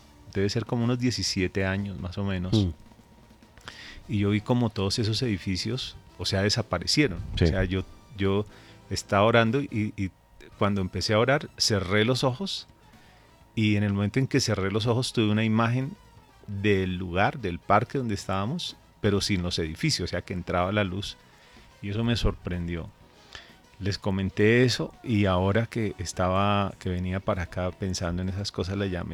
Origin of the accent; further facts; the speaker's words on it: Colombia; also born or lived in Caracas, Venezuela; Tengo familia allá, de hecho soy nacido en Caracas, criado aquí en Colombia desde los 2 años.